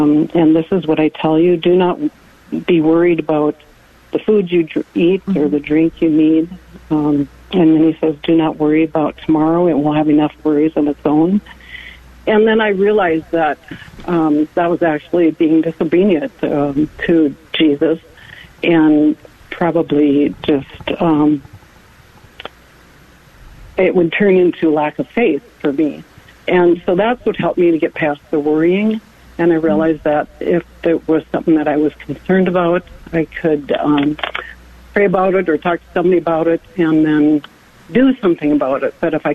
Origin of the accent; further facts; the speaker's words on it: North Dakota, United States; but I'm from North Dakota, and I wasn't able to, he lives in a different town.